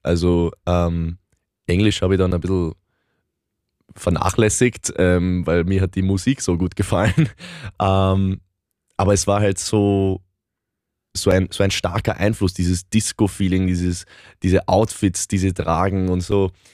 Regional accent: Burgenland, Austria; Ich war halt nicht 100% ungarisch, 100% deutsch, 100% Österreich. Obwohl ich halt auch im Burgen

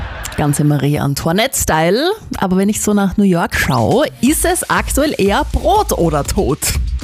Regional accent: Austria; als Österreicherin

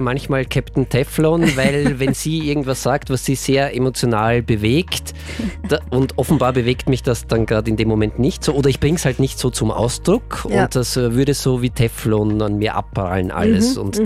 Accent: Austria

